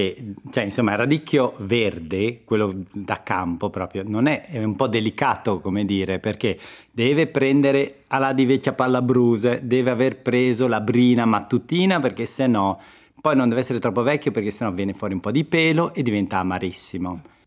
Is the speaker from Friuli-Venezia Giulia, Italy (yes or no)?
yes; Codroipo, Friuli-Venezia Giulia, Italy; io sono di Codroipo e noi diciamo radic-kulpok.